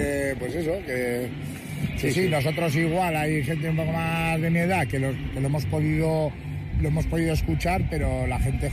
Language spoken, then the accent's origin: Spanish; Quintana, Spain; lo que pasa es que yo al final soy de Quintana, pero vamos.